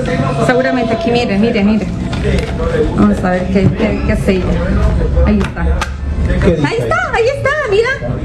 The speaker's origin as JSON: {"language": "Spanish", "region": "La Paz", "country": "Bolivia", "said": "Yo soy abogada, soy de La Paz, les comento."}